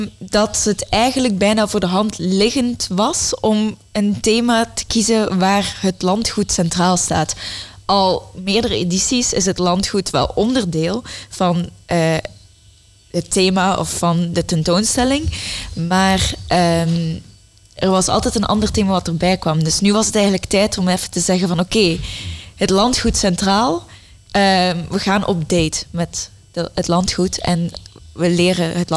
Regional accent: Soestduinen, Utrecht, Netherlands; Ja, ik ben zelf opgegroeid in Soestduinen.

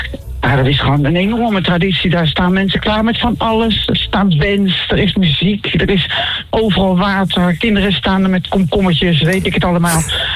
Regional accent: Utrecht, Netherlands; Ik ben niet geboren, maar wel opgegroeid voor deel. Ja. En ik vertegenwoordig Utrecht natuurlijk hier, hè?

